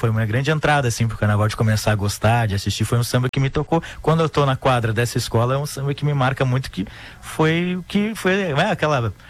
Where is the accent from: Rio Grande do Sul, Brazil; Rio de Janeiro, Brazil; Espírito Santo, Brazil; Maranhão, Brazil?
Rio Grande do Sul, Brazil; Porto Alegre; Só que de Porto Alegre.